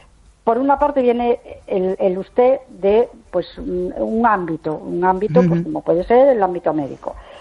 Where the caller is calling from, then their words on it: A Coruña, Galicia, Spain; de La Coruña.